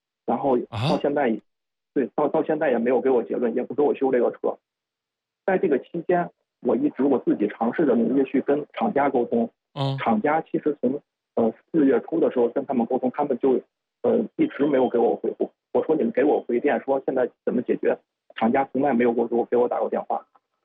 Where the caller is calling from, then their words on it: Hangzhou, Zhejiang, China; 尤其就是因为我是在那萧山那边